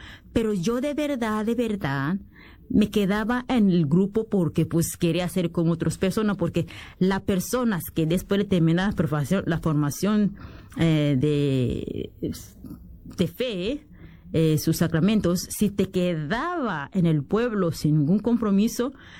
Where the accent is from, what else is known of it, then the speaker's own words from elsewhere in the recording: DR Congo; moved away; yo vengo de un pueblo así pequeñito y había mucha necesidad de seguir como atendiendo a las personas. Y en mi país, que es la República Democrática del Congo